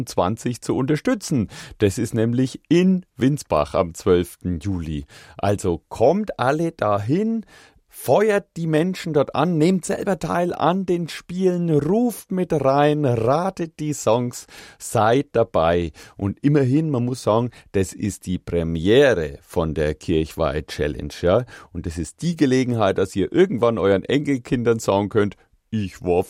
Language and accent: German; Bavaria, Germany; sie ist aus Oberbayern, ich bin aus Oberfranken